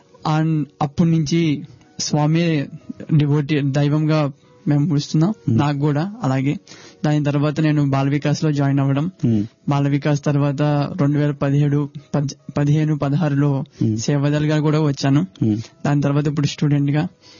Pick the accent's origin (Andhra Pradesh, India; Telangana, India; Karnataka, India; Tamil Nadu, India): Andhra Pradesh, India; Hanuman Junction; నేను హనుమాన్ జంక్షన్ కృష్ణా జిల్లా నుంచి వచ్చాను.